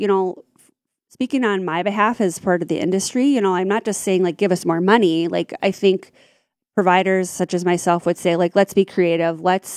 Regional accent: Ada, Minnesota, United States; my mom was from Perm and we grew up in Ada

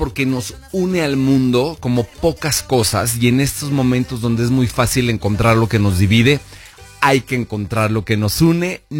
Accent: Mexico; No, es que sí, es que esos somos los mexicanos, sí.

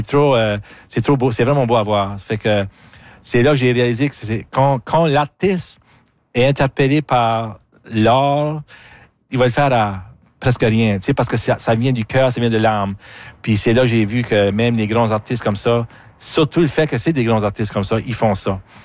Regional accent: Acadia, Canada; je viens de l'Acadie

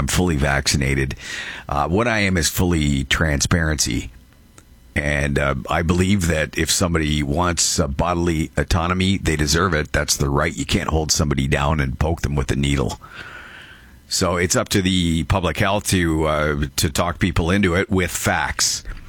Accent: Brantford, Ontario, Canada; they were in my hometown of Brantford, too.

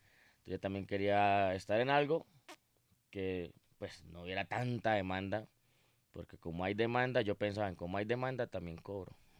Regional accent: Guamal, Colombia; moved away as an adult; Yo me vine de Guamal cuando yo tenía 18 años.

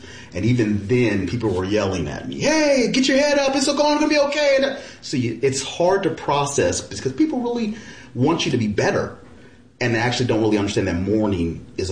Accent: Altadena, California, United States; I know everybody in that neighborhood. I grew up in Altadena.

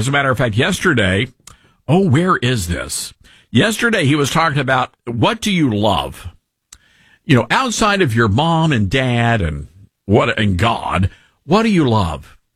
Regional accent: the South, United States; No, I'm a purist. I'm a Southerner. I'm old school.

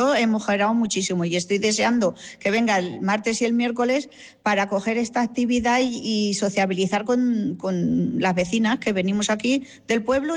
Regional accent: Villora, Castilla-La Mancha, Spain; mi pueblo, que es Villora.

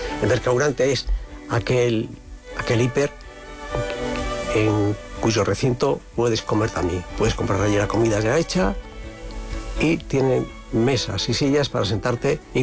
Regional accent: Basque Country, Spain; Y como los vascos lo hacemos donde nos da la gana

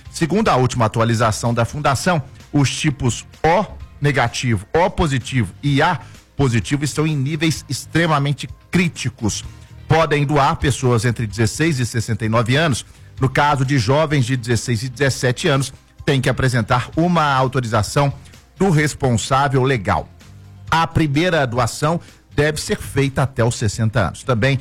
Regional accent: Minas Gerais, Brazil; accent: Minas Gerais; você mais informações sobre Belo Horizonte, sobre Minas Gerais, sobre as nossas coisas, claro, com o nosso sotaque.

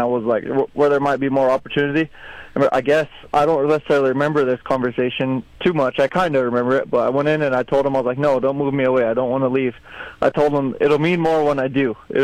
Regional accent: Kyle, South Dakota, United States; I grew up in Kyle, South Dakota, on the dead center of the Pioneer Reservation.

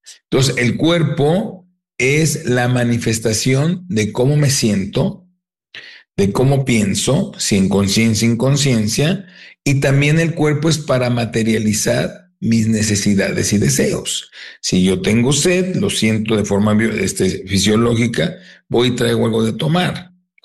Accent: Tijuana, Baja California, Mexico; also born or lived in San Diego, United States; Tijuana, San Diego siempre viví de chico, ¿no?

